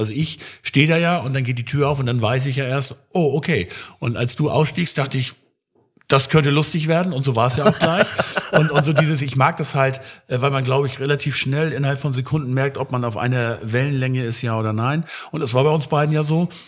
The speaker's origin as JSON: {"language": "German", "region": "Northern Germany", "country": "Germany", "said": "Du kommst ja aus Frankfurt, ich komme ja aus dem Hohen Norden, aber ich bin ja in Hessen auch nicht ganz unbewandert."}